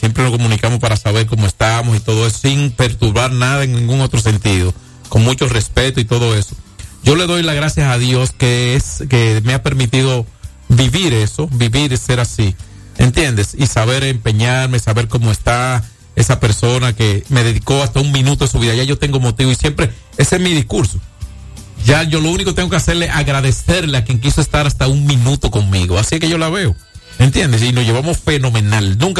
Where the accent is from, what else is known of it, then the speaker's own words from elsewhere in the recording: San Francisco de Macorís, Duarte, Dominican Republic; moved away; de San Francisco, de mi tierrita, mi rinconcito de allá